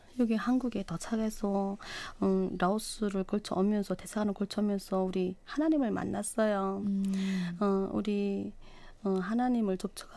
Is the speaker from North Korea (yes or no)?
yes; Hwanghae, North Korea; moved away as an adult; now in South Korea; 우리 북한에서는 우리 황해도가 제일 살기 좋은 곳이라고 합니다.